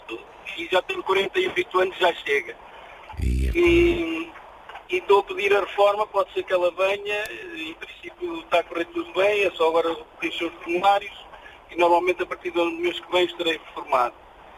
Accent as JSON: {"language": "Portuguese", "town": "Souto da Carpalhosa", "region": "Leiria", "country": "Portugal", "lives_now": "Belgium", "said": "Eu sou de Leiria."}